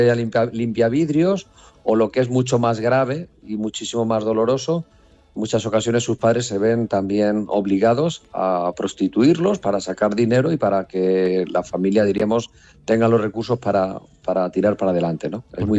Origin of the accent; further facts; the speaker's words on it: Herencia, Castilla-La Mancha, Spain; moved away as an adult; now in Las Caobas, Dominican Republic; somos precisamente dos manchegos que estamos allá, el padre José de Villarrubia de los Ojos y yo de Herencia, y desde el 2009 estamos en esa parroquia